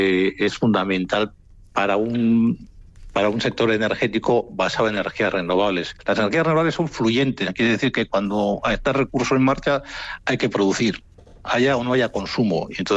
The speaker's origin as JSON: {"language": "Spanish", "town": "Bilbao", "region": "Basque Country", "country": "Spain", "said": "como soy de Bilbao"}